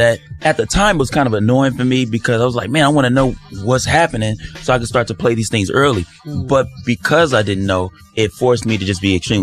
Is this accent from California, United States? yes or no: yes; Los Angeles, California, United States; LA. I'm from South Central LA.